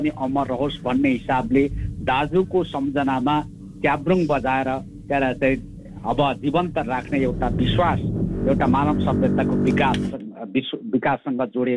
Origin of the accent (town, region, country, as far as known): Terhathum, Koshi Province, Nepal; born or raised there